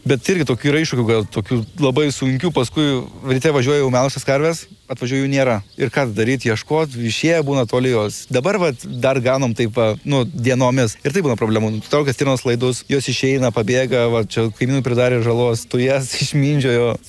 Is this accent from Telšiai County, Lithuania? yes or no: no; Kaunas, Kaunas County, Lithuania; moved away; Gan nuo mažų dienų aš čia augdavau kaime. Aš šiaip esu iš Kauno, mokiausi Kaune